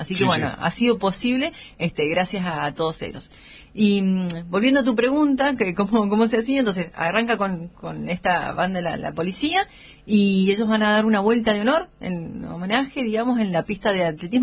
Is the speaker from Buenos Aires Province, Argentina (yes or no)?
no; San Rafael, Mendoza, Argentina; also born or lived in Buenos Aires / Neuquén; si bien soy oriunda de San Rafael, hace poquito que volví a mi ciudad, hace unos meses.